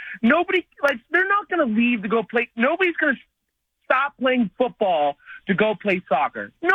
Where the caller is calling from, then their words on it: Sarasota, Florida, United States; I'm not from Minnesota. I'm from Sarasota.